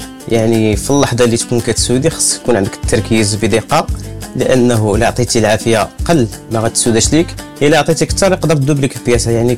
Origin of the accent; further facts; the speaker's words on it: Morocco; وأنا كشاب مغربي